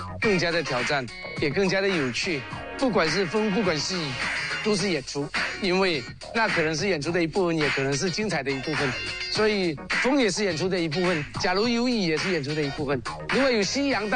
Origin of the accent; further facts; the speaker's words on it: Fujian, China; 我们闽南人到全球去创业，然后回到自己的家乡啊